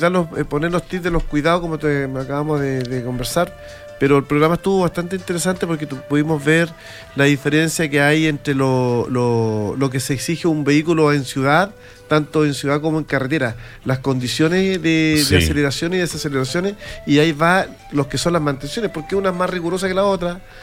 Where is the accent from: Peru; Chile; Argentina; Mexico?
Chile; Somos chilenos